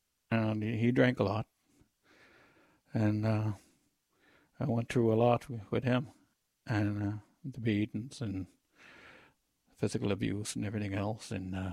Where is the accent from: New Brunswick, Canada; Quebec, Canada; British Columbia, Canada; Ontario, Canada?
New Brunswick, Canada; Miramichi; also born or lived in Chatham, New Brunswick; Hill Ground First Nation up in the small community of Miramichi, New Brunswick. I was born and raised here in Hill Ground. My mother had me in Chatham, New Brunswick.